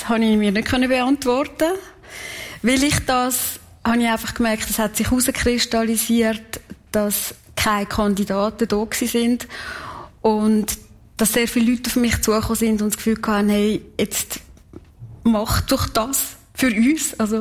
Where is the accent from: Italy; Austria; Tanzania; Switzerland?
Switzerland; Kaltbrunn, St. Gallen; born or raised there